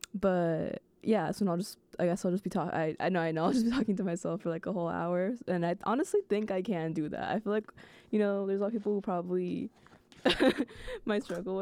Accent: Katy, Texas, United States; moved away as an adult; now in Austin, United States; I'm from Katy, so like a suburb of Houston. I like to call it fake Houston, but yeah, it's like super car dependent

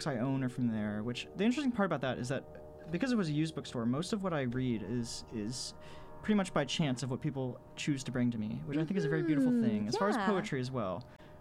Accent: Texas, United States; Duncanville, Texas, which is close to my hometown.

